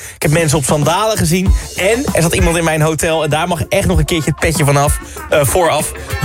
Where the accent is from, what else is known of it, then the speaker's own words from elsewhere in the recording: Nieuwehoorn, South Holland, Netherlands; Ik kom uit Nieuwehoorn, dat heeft 1200 inwoners. Dus het is alleen maar omringd met groen.